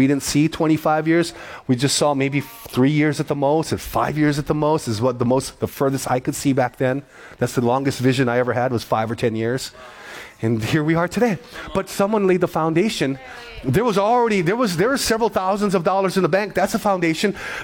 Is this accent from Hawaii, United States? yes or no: yes; Kalihi, Hawaii, United States; So we grew up in Kalihi. We lived in Kalihi.